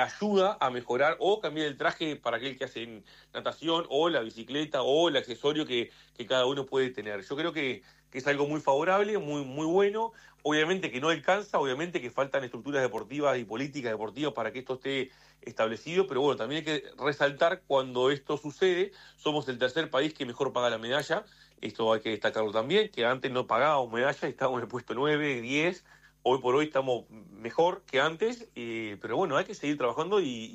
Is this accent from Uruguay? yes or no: yes; Uruguay; estamos en Uruguay